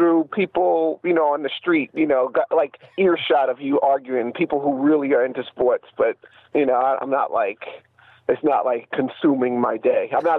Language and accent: English; New York, United States